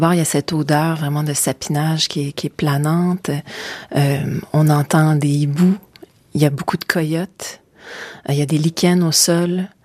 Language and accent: French; Montreal, Quebec, Canada; moved away; moi, j'ai grandi à Montréal.